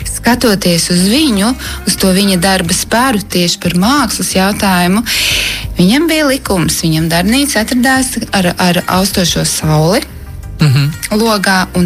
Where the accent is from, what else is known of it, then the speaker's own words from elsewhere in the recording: Talsi, Talsi Municipality, Latvia; no Talsiem, no Kurzemes.